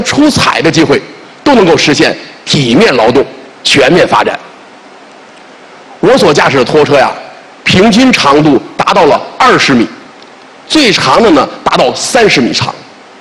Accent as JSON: {"language": "Chinese", "region": "Tianjin", "country": "China", "tie": "born or raised there", "said": "我是一名天津港的子弟，我父亲呢在退休之前就工作在天津港，是一名非常普通的码头装卸工人。小的时候呢，我的家呀距离港口的码头很近"}